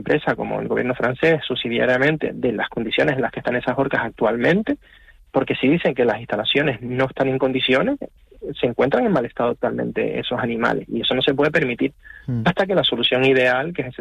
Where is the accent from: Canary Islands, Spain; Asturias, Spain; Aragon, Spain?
Canary Islands, Spain; somos en Canarias el lugar de sacrificio